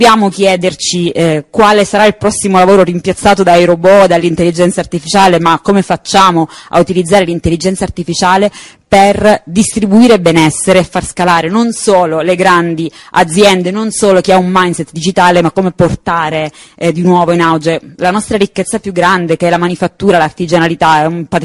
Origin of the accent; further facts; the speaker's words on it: Sciacca, Sicily, Italy; Sciacca, che è la mia città d'origine